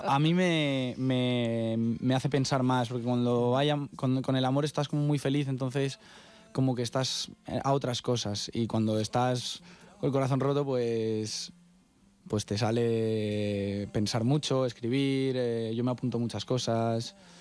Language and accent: Spanish; Valladolid, Castile and León, Spain; una sala que era de Valladolid, que era de donde soy yo.